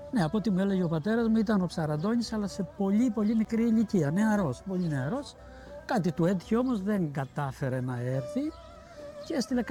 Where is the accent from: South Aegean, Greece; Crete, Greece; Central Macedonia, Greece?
Crete, Greece; Charasso; όπως αγαπώ εγώ το χωριό μου, φαντάζομαι ότι και ο κάθε κριτικός αγαπά Σίγουρα. Το δικό του το χωριό. Και κατ' επέκταση μετά πρέπει να αγαπάμε και ολόκληρη την Κρήτη.